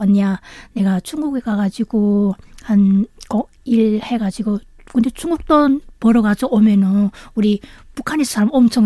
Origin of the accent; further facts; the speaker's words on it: North Hamgyong, North Korea; now in South Korea; 남한 정착한 지 2개월 된 함경북도에서 온